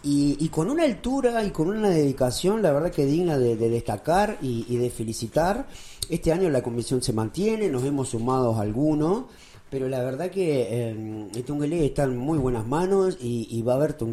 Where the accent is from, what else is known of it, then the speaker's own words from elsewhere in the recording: Uruguay; mi querido barrio Ceibal, yo soy de Ceibal.